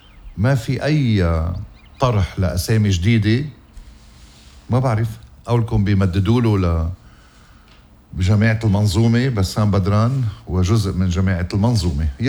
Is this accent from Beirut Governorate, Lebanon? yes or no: no; Ghazir, Keserwan-Jbeil, Lebanon; هالدير وسلسلة الأديار اللي أسسهم ابن ضيعتي الحلوة غزير